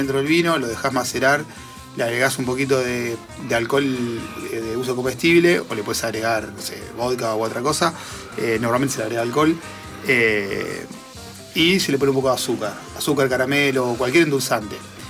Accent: Rosario, Santa Fe, Argentina; Somos los rosarinos

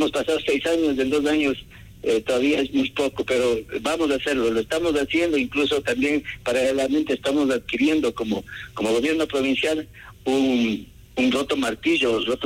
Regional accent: Baños, Tungurahua, Ecuador; yo también soy de Baños

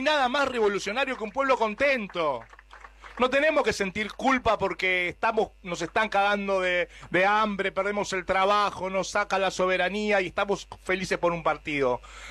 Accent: Argentina; así somos los argentinos

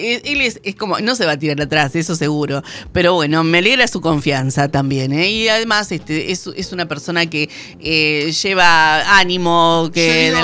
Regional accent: Argentina; como somos los argentinos en relación al fútbol.

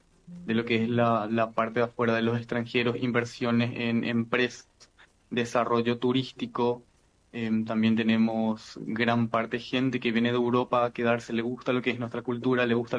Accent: Paraguay; Soy paraguayo, sí.

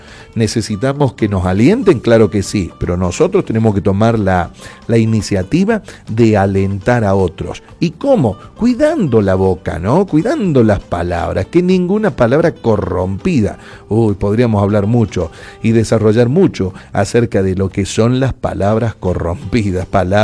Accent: Argentina; nosotros como argentinos

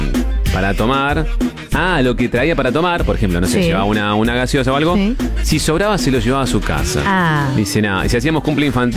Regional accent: Argentina

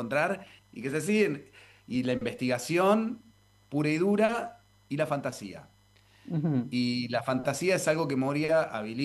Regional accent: Carmen de Patagones, Buenos Aires Province, Argentina; moved away; de allá de mi pueblo, de Carmen de Patagones

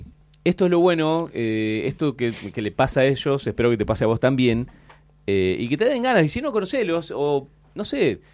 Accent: Cinco Saltos, Río Negro, Argentina; moved away; soy de Cinco Saltos, y el tiempo que viví en Cinco Saltos

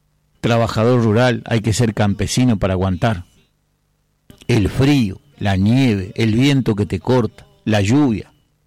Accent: Argentina; somos ciudadanos argentinos

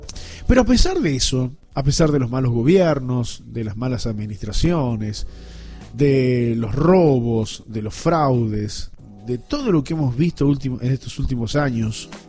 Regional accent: Argentina

